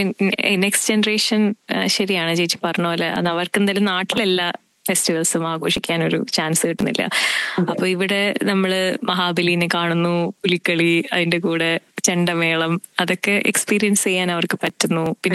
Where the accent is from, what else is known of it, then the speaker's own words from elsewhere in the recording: Thiruvananthapuram, Kerala, India; now in Australia; ഞാൻ ട്രിവാൻഡ്രത്തിൽ നിന്നാണ്